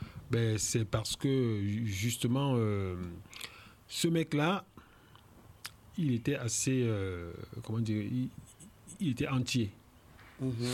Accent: Cameroon; moved away as an adult; also born or lived in Paris, France; now in France; J'ai vécu au Cameroun, je suis venu m'installer en France, m'installer vraiment, quoi. Ben, sinon, je venais en vacances tout le temps. Mais je me suis installé à 22 ans.

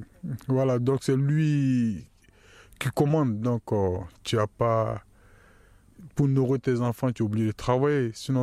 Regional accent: Côte d’Ivoire; moved away as an adult; Bon, moi, je viens de la Côte d'Ivoire. Bon, moi, je suis quitté en Côte d'Ivoire en 2007.

